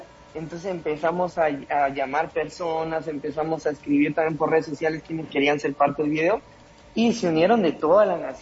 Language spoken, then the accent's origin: Spanish; Peru; moved away as an adult; now in Bogotá, Colombia; Yo soy de Perú, pero vivo en Colombia